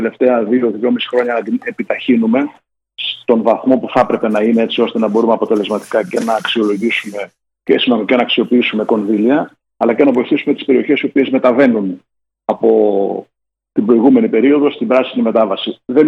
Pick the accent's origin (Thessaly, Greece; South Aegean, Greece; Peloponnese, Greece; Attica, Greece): Peloponnese, Greece; εδώ στην πατρίδα μου την Αρκαδία